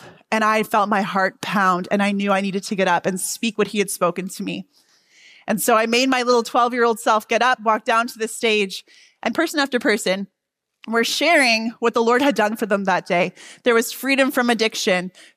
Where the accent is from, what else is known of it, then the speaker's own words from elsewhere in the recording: Stratford, Ontario, Canada; But because I am from Stratford, Ontario, I've actually been coming to the Lift Jesus Higher rally since I was 12 years old.